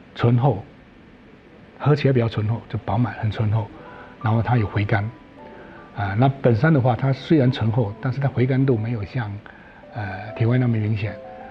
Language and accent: Chinese; Fujian, China